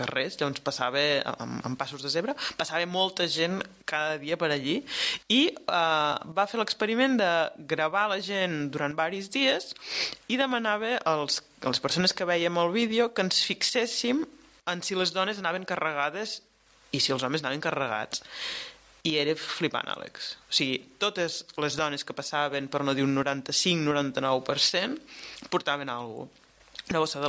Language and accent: Catalan; Blancafort, Catalonia, Spain; quan m'he marcat a Blancafort, al meu poble, jo el faig servir.